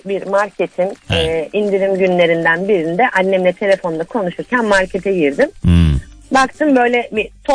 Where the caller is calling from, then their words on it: Istanbul, Turkey; İstanbul'dan.